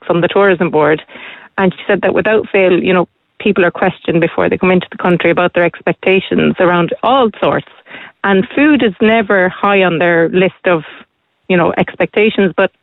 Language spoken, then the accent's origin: English; Ireland; what we as Irish foodies and chefs and growers and promoters of all of that regard it as?